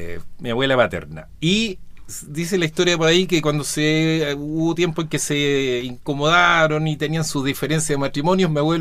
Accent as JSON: {"language": "Spanish", "country": "Chile", "said": "amo Chile, pero también me siento italiano. Yo me siento italiano."}